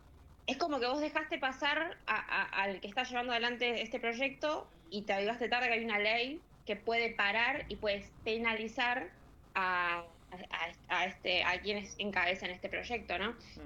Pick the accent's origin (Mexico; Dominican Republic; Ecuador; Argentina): Argentina; nosotros como argentinos